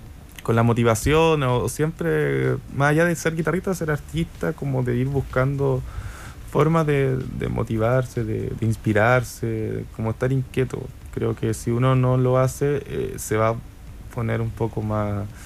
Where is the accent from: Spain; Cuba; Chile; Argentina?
Chile; a veces es difícil viajar como siendo músico chileno